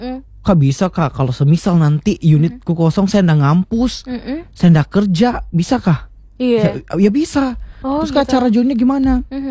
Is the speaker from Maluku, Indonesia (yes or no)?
no; South Sulawesi, Indonesia; Kak, saya dapat di sosmed nih. Tapi saya kan dari Sulsel.